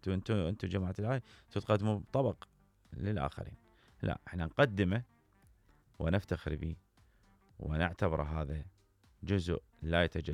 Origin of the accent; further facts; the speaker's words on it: Iraq; عندنا بالعراق